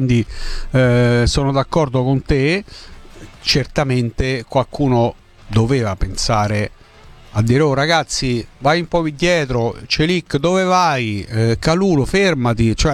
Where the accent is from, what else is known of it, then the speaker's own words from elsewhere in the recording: Abruzzo, Italy; io sono nato e cresciuto in Abruzzo, quindi già un po' diverso il discorso